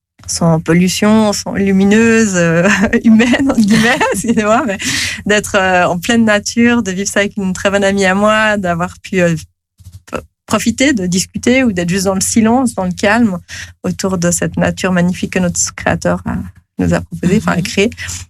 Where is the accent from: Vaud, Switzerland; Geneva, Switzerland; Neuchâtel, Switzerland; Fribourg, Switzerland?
Geneva, Switzerland; on a laissé tout ce qui était, je viens de Genève, donc on a laissé à Genève tout ce qui était à Genève